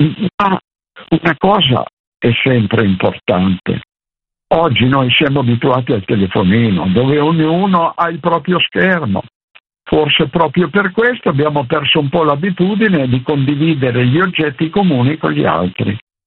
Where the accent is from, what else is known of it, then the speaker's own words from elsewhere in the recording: Piedmont, Italy; Io sono piemontese, esistono ancora molti bar dove c'è il bagno turco.